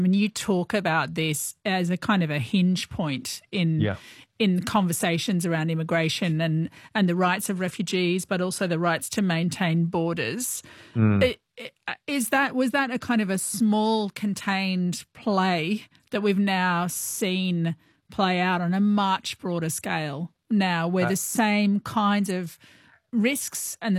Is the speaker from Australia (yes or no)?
yes; Australia; And so I saw a perspective of it as, you know, an Australian overseas.